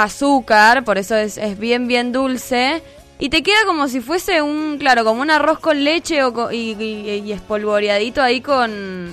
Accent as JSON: {"language": "Spanish", "country": "Argentina"}